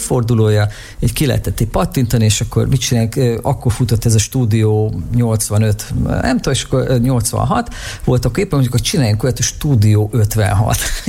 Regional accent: Békés, Hungary; born there

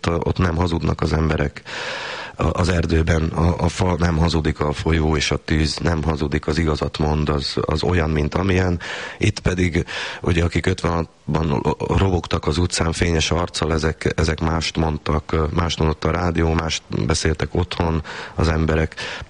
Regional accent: Fejér, Hungary; A Martonvásártól van 2-3 kilométer, hát ma már lassan összeépül az én kedves falum.

